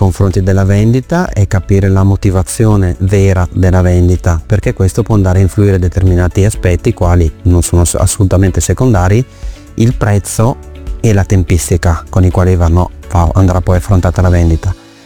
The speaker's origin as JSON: {"language": "Italian", "town": "Brescia", "region": "Lombardy", "country": "Italy", "moved": "yes", "lives_now": "Verona, Italy", "said": "sono bresciano"}